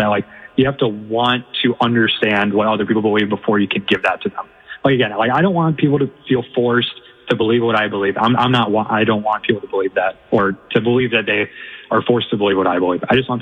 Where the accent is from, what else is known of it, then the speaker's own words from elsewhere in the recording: Minnesota, United States; Yeah, I live right now and I grew up about 30 minutes south of the Twin Cities. So Minneapolis is kind of my second home away from home.